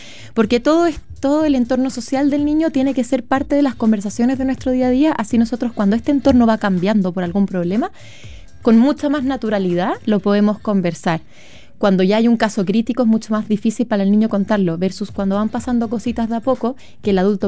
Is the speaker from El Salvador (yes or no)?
no; Chile; como chilenos tenemos hoy día una relación familia-escuela súper quebrada.